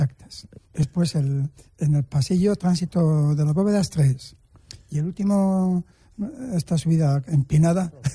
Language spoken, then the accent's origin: Spanish; Villanueva del Río, Spain; born there; vinieron 33 personas de Villanueva del Río, que es mi pueblo